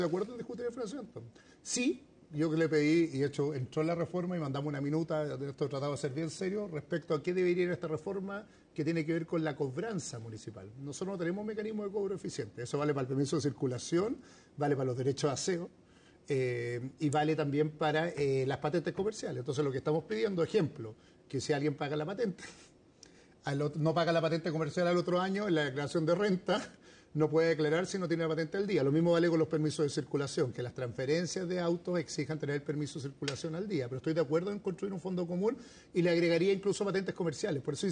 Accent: Santiago, Santiago Metropolitan Region, Chile; Yo me crié en Las Condes, en la Colón 9000.

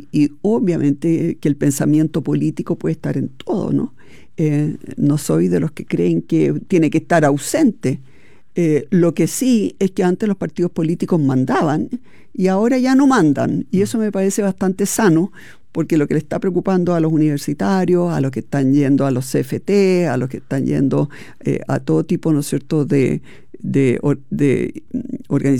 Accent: Chile

